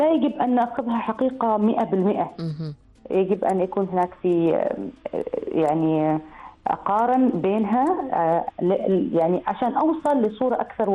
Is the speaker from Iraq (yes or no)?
no; Oman; نحن عندنا في عمان، بما أنه عندنا تباين ثقافي كبير وعندنا تاريخ ما شاء الله يعني واسع ممتد